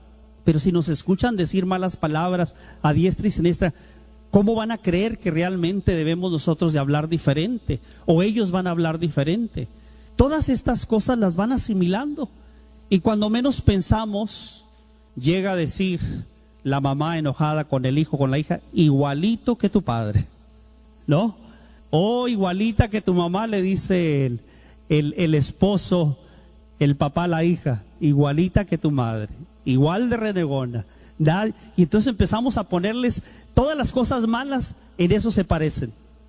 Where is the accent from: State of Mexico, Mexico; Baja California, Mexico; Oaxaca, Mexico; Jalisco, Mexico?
Baja California, Mexico; Tijuana; born there; yo nací aquí en Tijuana.